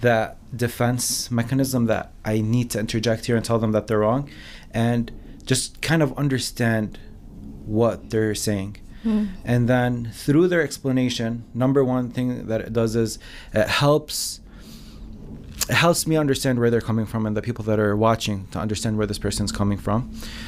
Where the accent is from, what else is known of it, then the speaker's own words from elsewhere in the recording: Lebanon; moved away as an adult; I came from Lebanon 6, 7 years ago.